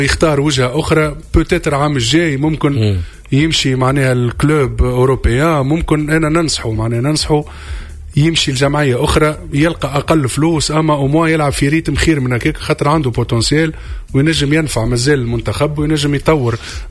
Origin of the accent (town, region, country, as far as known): Tunisia